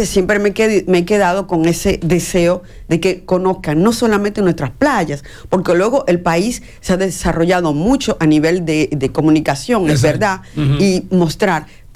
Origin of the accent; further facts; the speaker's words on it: Santo Domingo, Distrito Nacional, Dominican Republic; moved away as an adult; also born or lived in Paris, France; now in Bergerac, France; Yo soy de Santo Domingo.